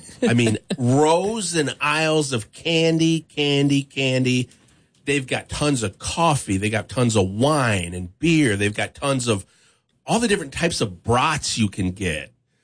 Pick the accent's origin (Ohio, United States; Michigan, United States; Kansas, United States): Michigan, United States; Battle Creek; I'm Battle Creek born and bred.